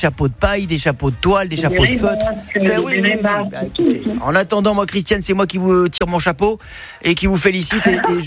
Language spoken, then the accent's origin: French; Menton, Provence-Alpes-Côte d'Azur, France; moi je suis de Menton, j'habitais donc Menton et à l'avenue Thiers de Menton